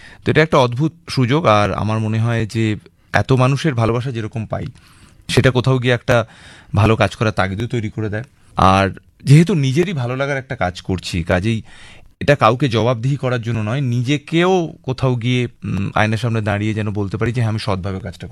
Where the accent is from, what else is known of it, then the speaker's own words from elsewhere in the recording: Bidhannagar, West Bengal, India; also born or lived in North Kolkata; আমি সল্টলেকের ছেলে, আমার আমি জয়েন্ট ফ্যামিলিতেই বড় হয়েছি, দাদু ঠাকুমা মা বাবা কাকা কাকিমা বোন, আমার পড়াশোনা ও স্কুলিংও সল্টলেকেই